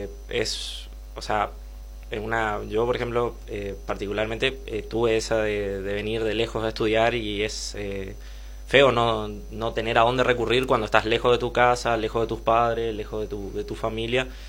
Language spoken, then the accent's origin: Spanish; Santo Pipó, Misiones, Argentina; moved away as an adult; yo particularmente que soy de Santo Pipó, entonces somos, por así decirlo, del interior.